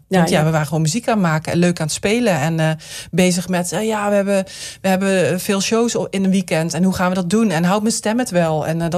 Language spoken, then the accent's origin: Dutch; Rotterdam, South Holland, Netherlands; Ik kom ook uit Rotterdam, misschien dat ook wat uitmaakt.